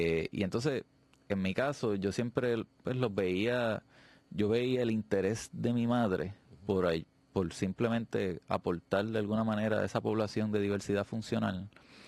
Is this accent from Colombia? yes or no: no; Puerto Rico; moved away as an adult; cuando yo llegué a Ciudad de México a estudiar, los mexicanos nos abrieron las puertas a los puertorriqueños allí